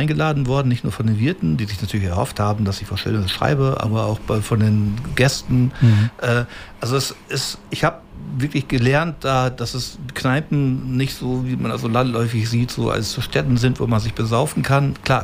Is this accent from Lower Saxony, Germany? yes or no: yes; Osnabrück, Lower Saxony, Germany; ich bin hier in Osnabrück aufgewachsen und geboren und als Lokalreporter ist das für mich hier wirklich das Paradies